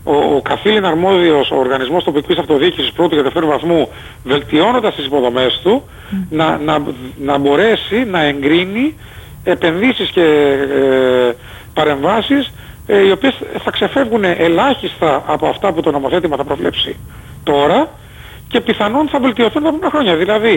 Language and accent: Greek; Zakynthos, Ionian Islands, Greece; κάποια στιγμή εγώ σαν Ζακυνθινός πολίτης θα ήθελα να ξεκαθαρίσει αυτό το έρμο, το πλάτωμα του Ναυαγίου, για το πώς θα το διαχειριζόμαστε.